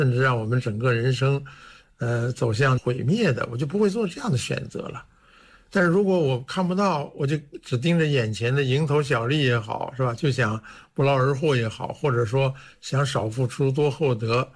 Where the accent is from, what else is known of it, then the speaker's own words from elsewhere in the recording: China; 我们中国，我们中华民族在世界当中应该居于一个什么样的地位？